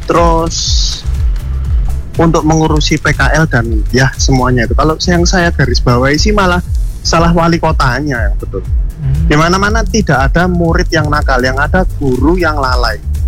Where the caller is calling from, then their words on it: Malang, East Java, Indonesia; saya sebagai warga Malang